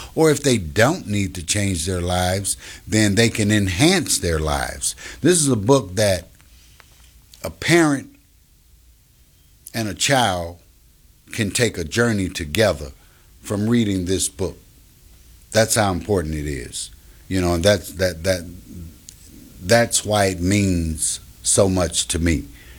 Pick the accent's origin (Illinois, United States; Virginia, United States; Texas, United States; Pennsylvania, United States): Illinois, United States; Chicago; And I grew up in Chicago, traveled about, came back to Chicago